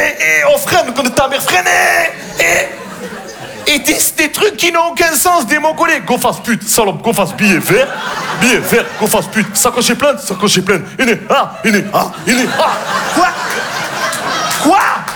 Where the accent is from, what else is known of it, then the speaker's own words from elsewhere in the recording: Marseille, Provence-Alpes-Côte d'Azur, France; parce que chez moi, à Marseille, la ceinture, ça ne sert à rien.